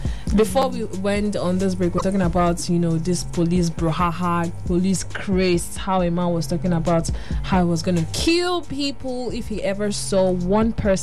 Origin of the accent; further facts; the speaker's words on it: Nigeria; why have I gone wrong as a Nigerian living in Nigeria?